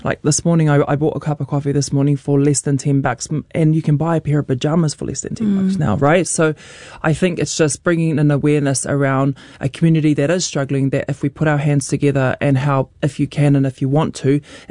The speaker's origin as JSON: {"language": "English", "town": "Mangere", "region": "Auckland", "country": "New Zealand", "tie": "born or raised there", "also_born_or_lived": "Rotorua", "said": "I was born in Rotorua, but brought up in Mangere, South Auckland. Middlemore Hospital is right there."}